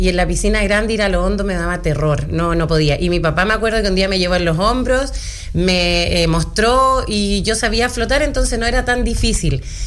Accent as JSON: {"language": "Spanish", "town": "Rancagua", "region": "O'Higgins", "country": "Chile", "tie": "born or raised there", "moved": "yes", "lives_now": "Los Ángeles, Chile", "said": "Uy, oriunda de Rancagua, pero yo creo que ya soy más angelina. 23 años. 22 años viviendo acá en Los Ángeles."}